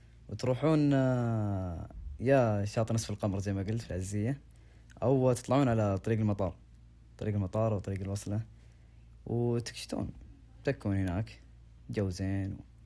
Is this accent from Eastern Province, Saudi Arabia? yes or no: yes; Dammam, Eastern Province, Saudi Arabia; مثلا عندنا في الدمام يمكن ما توفق بنثبت البحر